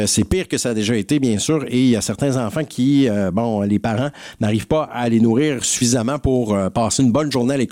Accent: Quebec, Canada; ici, chez nous, en Mauricie

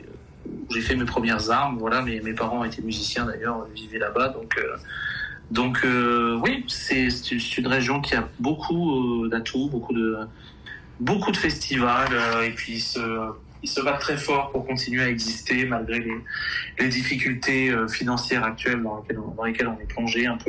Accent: Limoges, Nouvelle-Aquitaine, France; now in Quebec, Canada; Limoges en France. Donc, je suis né à Limoges et j'ai grandi dans la campagne environnante.

